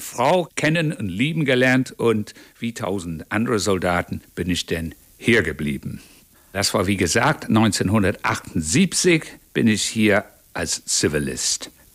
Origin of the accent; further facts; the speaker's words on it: England, United Kingdom; German is a second language; moved away as an adult; now in Braunschweig, Germany; Ich bin gebürtiger Engländer, aber lebe seit 1978 hier in Braunschweig, Deutschland.